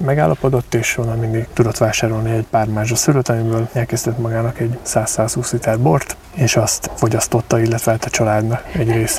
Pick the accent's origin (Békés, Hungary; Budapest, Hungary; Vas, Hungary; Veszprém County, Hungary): Veszprém County, Hungary; Tapolca; Én a Badacsonyi borvidékhez kötődöm. Tapolcán születtem, itt nőttem fel a hegyek között